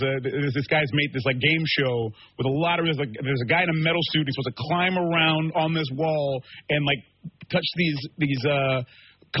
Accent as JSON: {"language": "English", "country": "Ghana", "said": "they wrote the character with me in mind because they know that I'm Ghanaian. Mm-hmm. My mother's Ghanaian."}